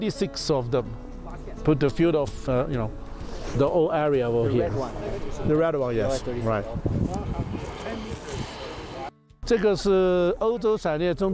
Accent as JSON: {"language": "Chinese", "country": "China"}